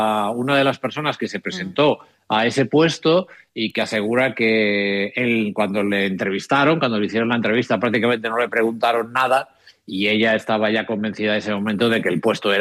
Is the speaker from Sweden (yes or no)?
no; Vigo, Galicia, Spain; Ya sabéis que soy de Vigo.